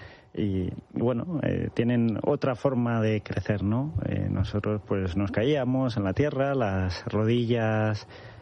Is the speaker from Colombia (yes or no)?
no; Collado Villalba, Community of Madrid, Spain; Pues mira, yo nací en Madrid, en La Paz. La ciudad deportiva del Real Madrid, que ya no está aquí. O sea que igual ya no somos tan jóvenes. Y bueno, pues básicamente crecí en Villalba, que es un pueblo de la Sierra de Madrid